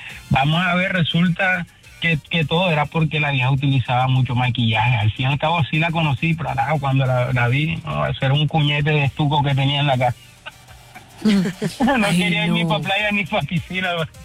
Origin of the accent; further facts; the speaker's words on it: Barranquilla, Atlántico, Colombia; cuando estaba en Barranquilla, yo soy de Barranquilla